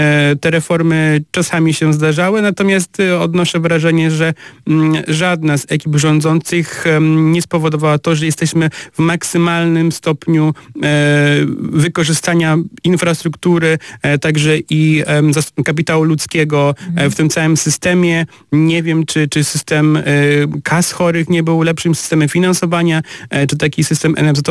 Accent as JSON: {"language": "Polish", "town": "Opole", "region": "Opole Voivodeship", "country": "Poland", "said": "no są takie też pozytywne przykłady w ramach tego. No, ogromnym pozytywem jest to, co się zdarzyło u nas w Opolu"}